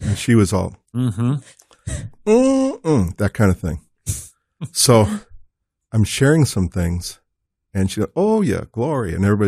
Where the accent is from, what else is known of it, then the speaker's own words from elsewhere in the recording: New Jersey, United States; I mean, I can do it, even though I'm from New Jersey.